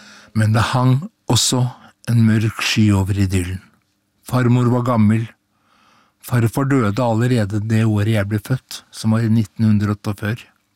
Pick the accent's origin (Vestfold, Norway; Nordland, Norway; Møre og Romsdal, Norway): Vestfold, Norway; Horten; Jeg vokste opp på Linden Gartneri på Horten, denne fine lille hagebyperlen som nå kulturhovedstaden I Vestfold. Solkysten på Østlandet.